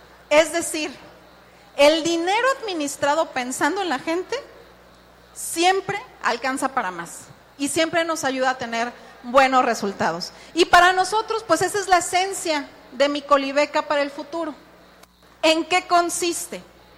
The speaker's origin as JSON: {"language": "Spanish", "town": "Cuauhtémoc", "region": "Colima", "country": "Mexico", "said": "Yo soy del municipio de Cuauhtémoc, entonces ya para estudiar mi carrera tenía que venir a Colima, pagar transporte todos los días"}